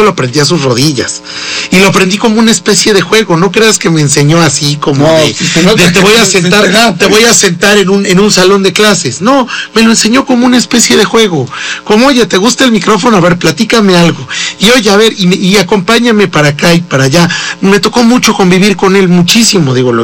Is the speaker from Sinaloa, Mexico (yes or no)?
no; Puebla, Mexico; Somos auténticamente poblanos. Aquí nacimos, aquí nos criamos, aquí estamos criando a nuestros hijos, mi hermana, yo, mi tía